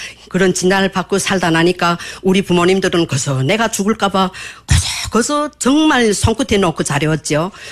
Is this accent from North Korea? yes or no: yes; Hamhung, South Hamgyong, North Korea; born there; moved away; 저는 함흥의대병원에서 태어났어요. 함흥의학대학병원에서 59년도에 태어났는데